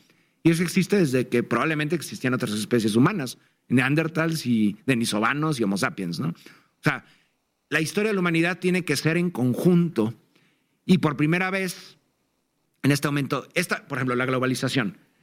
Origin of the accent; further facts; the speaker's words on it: Mexico; Yo como mexicano, pues puedo entender que yo no creo que México es excepcional en muchas cosas